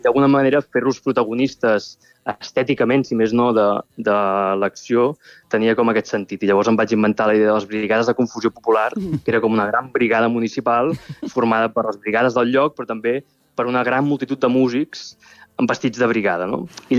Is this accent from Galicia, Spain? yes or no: no; Mataró, Catalonia, Spain; jo que sóc de Mataró i hem amat pirotècnia des de ben petit